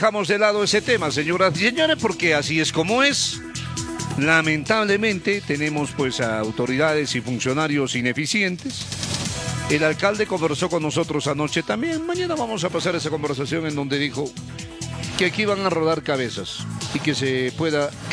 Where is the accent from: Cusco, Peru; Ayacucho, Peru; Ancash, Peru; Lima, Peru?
Cusco, Peru